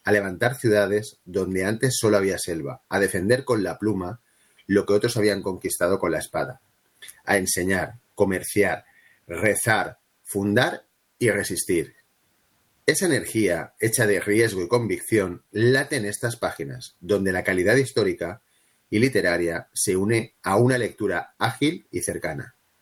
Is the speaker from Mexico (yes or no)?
no; Valencian Community, Spain; yo, que soy valenciano